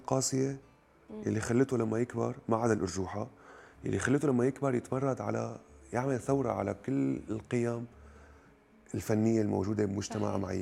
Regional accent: Syria; بتعرفي احنا كسوريين عم نموت جوع وعم نموت كيماوي

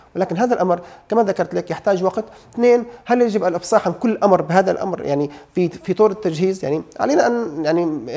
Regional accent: Syria; لو بدنا تمويل كسوريين كانت الحكومة أخذت من زمان

